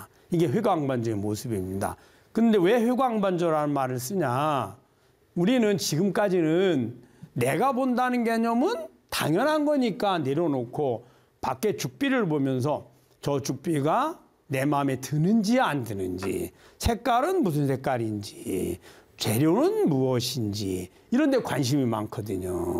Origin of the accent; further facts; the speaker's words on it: Gyeongsang, South Korea; accent: Gyeongsang dialect; 그래서 이 먹고 약간 저 우리 경상도 사투리가 섞여 있습니다.